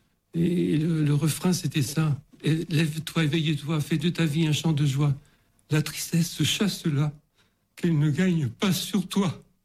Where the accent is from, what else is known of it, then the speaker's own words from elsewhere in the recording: Lourdes, Occitanie, France; Et je me suis présenté, je lui ai dit que je venais de Lourdes. Et c'est là après que j'aurais dit, ben, quand je vais rentrer à Lourdes